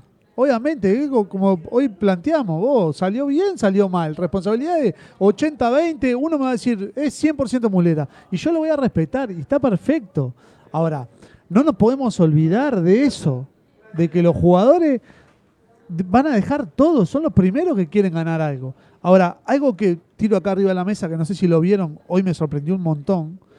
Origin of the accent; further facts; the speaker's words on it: Uruguay; nosotros como uruguayos seguimos pensando como uruguayos